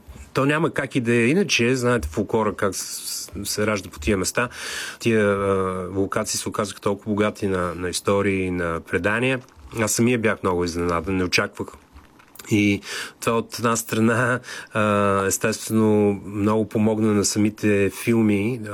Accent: Plovdiv, Plovdiv Province, Bulgaria; Аз живея в Пловдив. Там съм израснал.

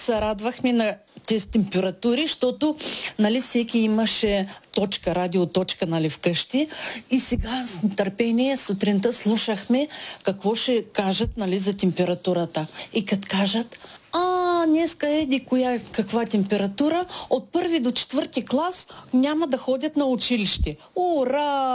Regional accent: Tyumen, Tyumen Oblast, Russia; moved away; Родена съм в голям град, Тюменска област, от самия град Тюмен. Той е голям, много красив град. Ако видите в интернет, можете да намерите. Много е хубав, много е красив. Това е Западна Сибир.

